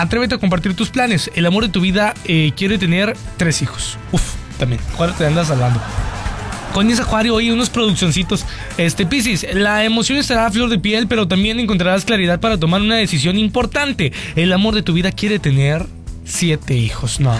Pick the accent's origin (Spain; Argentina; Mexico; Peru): Mexico